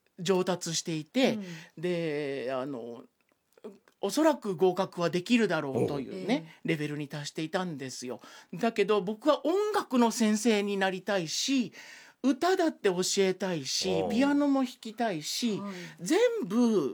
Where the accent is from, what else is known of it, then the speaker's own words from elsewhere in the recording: Sukumo, Kochi, Japan; あの高知県の宿毛ってすごく小さな田舎町で、あの素敵なところなんですけど、なんせそのオペラとかクラシックとか普通の歌謡曲の歌手だってなかなか来ていただけないぐらい田舎で、あのそこで生まれ育ったもので